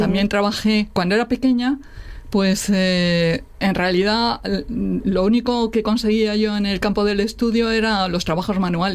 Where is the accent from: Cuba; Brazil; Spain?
Spain; Madrid, Community of Madrid; now in Asturias, Spain; Y cuando vine para aquí, para Asturias, porque yo soy de Madrid